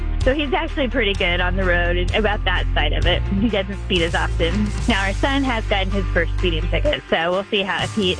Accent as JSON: {"language": "English", "country": "United States", "said": "as an American"}